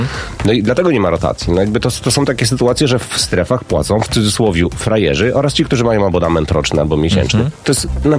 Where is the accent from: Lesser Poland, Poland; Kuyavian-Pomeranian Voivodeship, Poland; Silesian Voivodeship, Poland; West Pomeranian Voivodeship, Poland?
West Pomeranian Voivodeship, Poland; Szczecin; Jestem ze Szczecina oryginalnie.